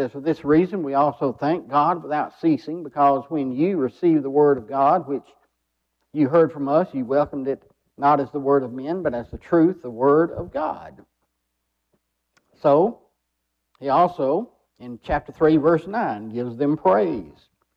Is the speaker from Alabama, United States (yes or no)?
yes; Alabama, United States; we're happy to be here in my hometown. I've been in Valley, I've been in South Alabama, and the last 20 years been down in Greenville, Alabama